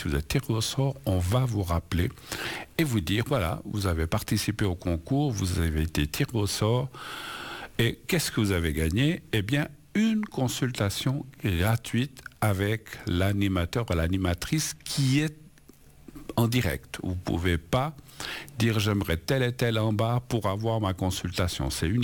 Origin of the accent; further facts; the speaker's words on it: Spain; now in Switzerland; C'est le cas, alors, jusqu'à présent, de l'Espagne, de mon pays d'origine, l'Espagne, où j'avais un oncle qui disait « Oh, ici en Suisse, vous êtes quand même bien loti